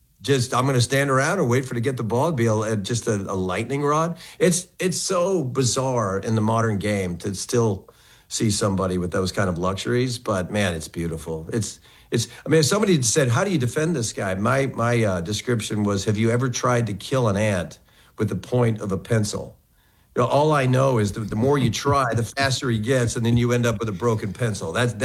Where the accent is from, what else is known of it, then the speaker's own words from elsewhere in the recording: Westlake Village, California, United States; I'm from Westlake Village, California. Wayne used to live out there.